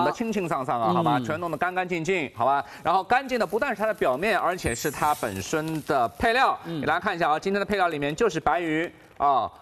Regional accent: Huzhou, Zhejiang, China; 我老家是浙江湖州的、所以从小就吃这样的一个新鲜的太湖三白

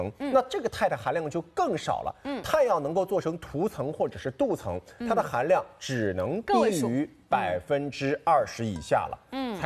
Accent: Jiangnan, China; 尤其是咱们江南人

